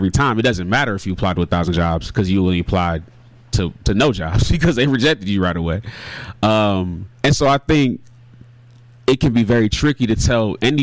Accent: United States; And me being Black American as well as Ghanaian, I grew up here. I grew up in America. I grew up a black man, like, and I claim that proudly.

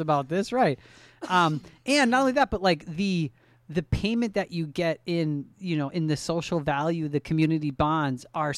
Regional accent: Milwaukee, Wisconsin, United States; when I was growing up in Milwaukee, copies of the Onion newspaper were all over the town, right?

